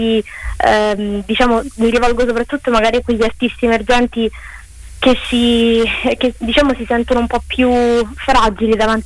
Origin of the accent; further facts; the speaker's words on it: Rome, Lazio, Italy; Sono di Roma.